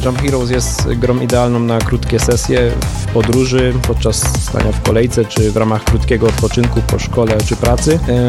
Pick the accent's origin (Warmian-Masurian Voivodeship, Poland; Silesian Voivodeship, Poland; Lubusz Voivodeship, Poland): Silesian Voivodeship, Poland; Piekary Śląskie; pochodzę z Piekar Śląskich